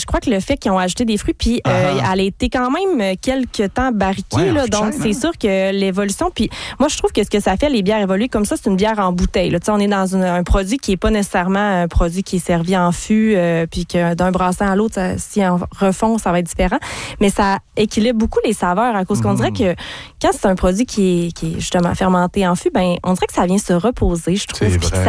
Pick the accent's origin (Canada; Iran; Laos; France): Canada; Sept-Îles, Quebec; moved away; je viens de Sept-Îles.